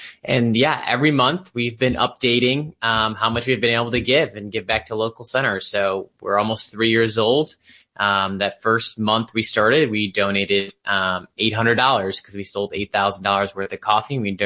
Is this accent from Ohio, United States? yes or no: yes; Columbia Station, Ohio, United States; Yeah, so Cleveland native, grew up on the west side in Columbia Station near Strongsville, went to St. Ed's High School in Lakewood, went to college at Cleveland State University.